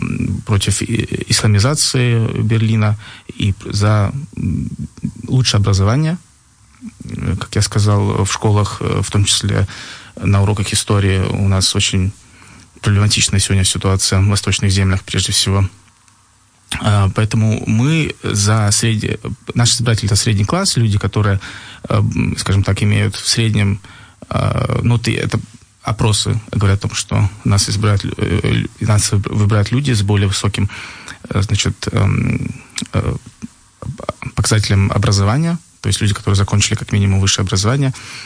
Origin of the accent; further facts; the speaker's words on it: Russia; moved away as an adult; now in Berlin, Germany; Я уехал из России, потому что меня преследовала власть.